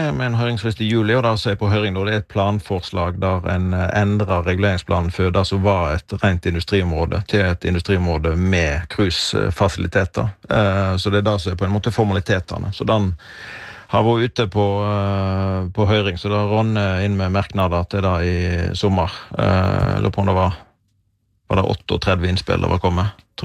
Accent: Vestland, Norway

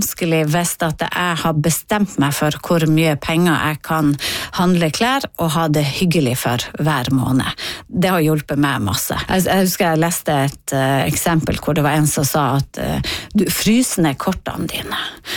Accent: Northern Norway, Norway; vi er jo nordlendinger

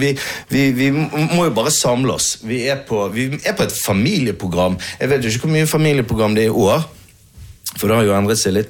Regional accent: Bergen, Vestland, Norway; bergensere har jo noe til felles, og det er jo det at det bygger jo karakter. Vi er jo vokst opp i regnet, sant?

